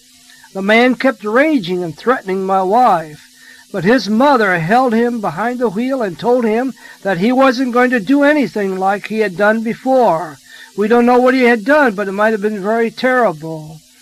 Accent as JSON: {"language": "English", "region": "Ohio", "country": "United States", "tie": "born or raised there", "said": "in Ohio, in my hometown."}